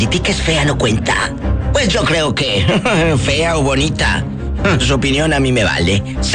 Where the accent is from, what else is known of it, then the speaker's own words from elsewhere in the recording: Matamoros, Tamaulipas, Mexico; No sé si en Matamoros, en mi tierra, así le decían